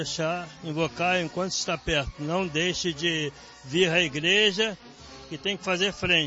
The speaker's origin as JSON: {"language": "Portuguese", "town": "Nova Iguaçu", "region": "Rio de Janeiro", "country": "Brazil", "said": "sou de Nova Iguaçu."}